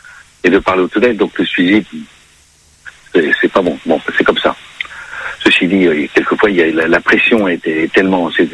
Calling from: Paris, Île-de-France, France; je suis sur Paris

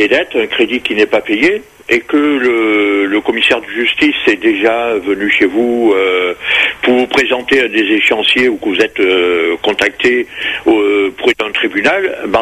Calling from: Paris, Île-de-France, France; je vous appelle de Paris.

